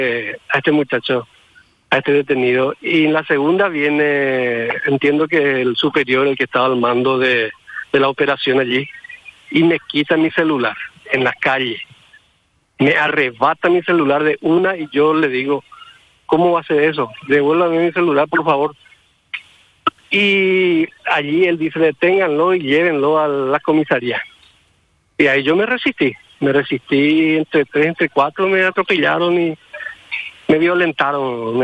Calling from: Alberdi, Ñeembucú, Paraguay; yo provengo de Alberdi, yo soy alberdeño, provengo de esa zona

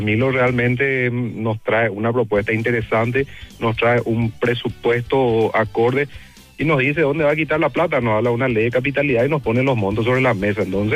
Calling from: Asunción, Paraguay; Te llamo de Asunción, Barrio Obrero.

